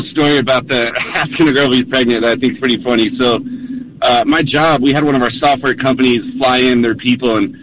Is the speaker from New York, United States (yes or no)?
no; San Antonio, Texas, United States; I'm born and raised in San Antonio, too.